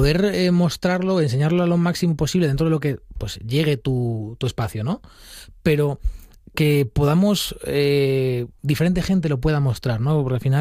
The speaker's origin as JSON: {"language": "Spanish", "country": "Spain", "tie": "born or raised there", "said": "yo crecí allí en Puerto, no me eduqué, pero bueno, prácticamente allí fue donde empecé a trabajar con ellos"}